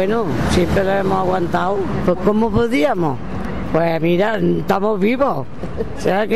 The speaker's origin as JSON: {"language": "Spanish", "town": "Moriles", "region": "Andalusia", "country": "Spain", "tie": "born there", "moved": "yes", "lives_now": "El Prat de Llobregat, Spain", "said": "Uy, mi pueblo. Uy, allí para reventar, allí hace una calor. ¿Qué pueblo es? Moriles, de Córdoba. Que hace mucha calor. En el verano no se puede aguantar."}